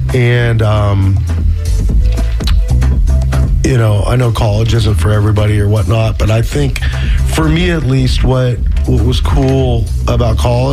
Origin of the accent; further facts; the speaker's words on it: Erie, Pennsylvania, United States; moved away as an adult; I grew up in Erie, Pennsylvania, in a small town in PA. I mean, it's grown a lot since I left, but, you know, grew up there, was raised Catholic, went to an all-boys Catholic school